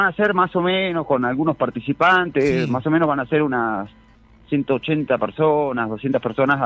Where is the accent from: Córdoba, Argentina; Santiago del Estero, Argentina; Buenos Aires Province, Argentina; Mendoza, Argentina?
Buenos Aires Province, Argentina; Las Armas; born there; Soy nacido acá hace 37 años, mañana casualmente es mi cumpleaños.